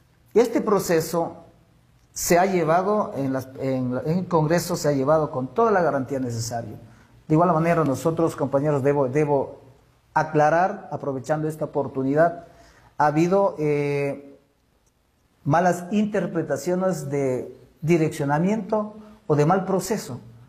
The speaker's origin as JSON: {"language": "Spanish", "town": "Sevilla Don Bosco", "region": "Morona Santiago", "country": "Ecuador", "said": "Y como sevillanos ya tenemos ya los candidatos oficiales"}